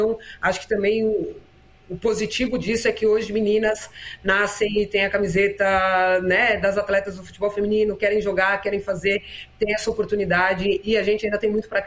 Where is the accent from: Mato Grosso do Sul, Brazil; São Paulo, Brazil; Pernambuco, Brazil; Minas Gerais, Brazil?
São Paulo, Brazil; Você vai olhar para o estado de São Paulo, por exemplo, eu sou paulistana